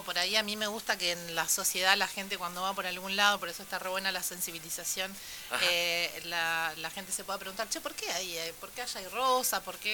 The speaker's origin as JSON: {"language": "Spanish", "town": "Tornquist", "region": "Buenos Aires Province", "country": "Argentina", "moved": "as an adult", "lives_now": "Valle Medio, Argentina", "said": "yo soy de Torkins, de la provincia de Buenos Aires."}